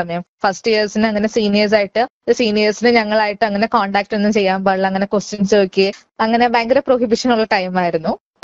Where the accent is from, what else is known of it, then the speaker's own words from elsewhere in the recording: Ernakulam, Kerala, India; moved away as an adult; ഞാൻ ജനിച്ചത് വളർന്നല്ല എറണാകുളത്തായിരുന്നു.